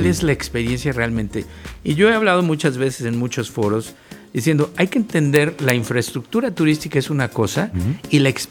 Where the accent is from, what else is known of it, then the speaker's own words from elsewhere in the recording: Mexico; A todo mundo se nos enchina la piel, y como mexicano te sientes orgulloso después de salir y verlo, ¿no?